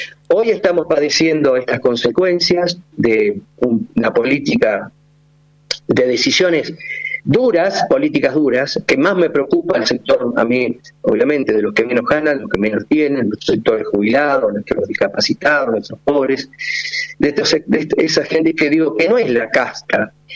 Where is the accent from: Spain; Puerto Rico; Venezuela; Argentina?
Argentina; Yo soy nacionalista, soy un argentino, un vecino, claro.